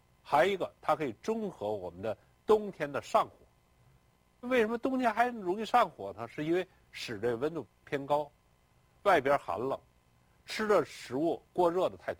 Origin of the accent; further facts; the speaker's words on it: Beijing, China; 我小时候在北京